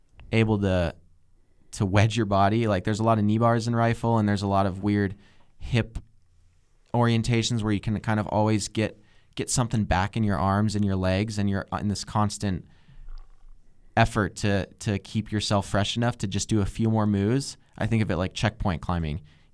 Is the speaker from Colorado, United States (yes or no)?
yes; Colorado, United States; owing to my background and where I was raised in Colorado.